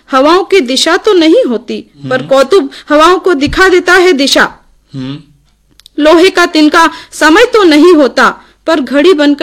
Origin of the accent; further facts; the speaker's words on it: Jhabua district, Madhya Pradesh, India; चूंकि मैं झाबुआ जिले से हूँ